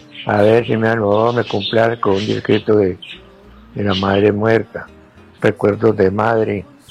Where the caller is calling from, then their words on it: Palmira, Valle del Cauca, Colombia; Aquí reportando sintonía de la ciudad de Palmira Valle